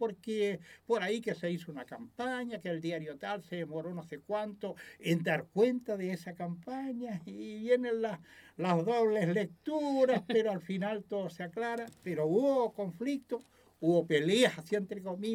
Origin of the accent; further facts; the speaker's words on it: Cauquenes, Maule, Chile; el de Francia se parece a algo al kiosco de Cauquenes. Yo siempre saco la cara y defiendo mi patria chica más que las otras